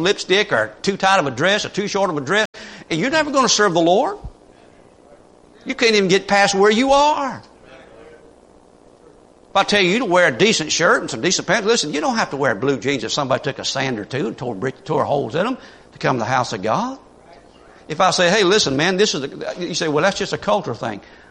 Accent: United States; we as Americans, we got our rights.

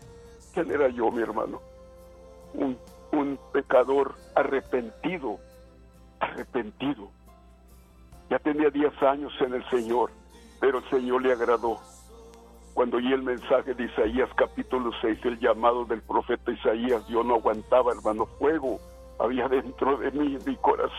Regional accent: Mexico; born there; moved away; yo nací en México, yo no quería volver para México por la pobreza que pasamos.

